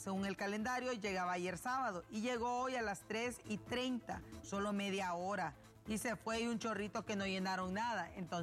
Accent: Tegucigalpa, Francisco Morazán, Honduras; A nosotros nos molestan mucho a quienes somos capitalinos porque nos dicen que no tenemos agua.

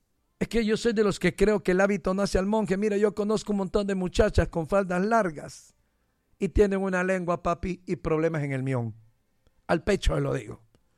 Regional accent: Honduras

